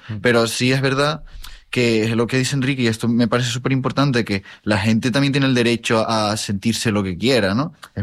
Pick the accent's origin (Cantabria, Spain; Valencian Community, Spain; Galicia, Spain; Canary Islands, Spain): Canary Islands, Spain; La Palma; en La Palma somos súper portugueses, de hecho a la gente de Santa Cruz de La Palma, las Breñas y tal, se les llama, no sé si positivo o negativamente, pero se les llama portugueses, yo soy medio portugués.